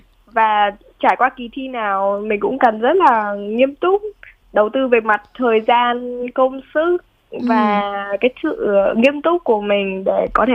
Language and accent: Vietnamese; Nam Dinh Province, Vietnam; now in Hanoi, Vietnam; Em là người con của mảnh đất Nam Định, hiện tại đang là tỉnh Ninh Bình ạ.